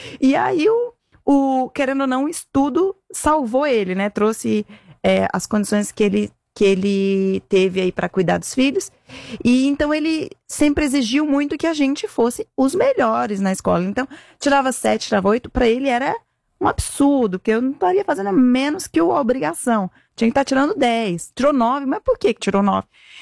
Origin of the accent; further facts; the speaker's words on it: Fortaleza, Ceará, Brazil; born there; eu nasci em Fortaleza.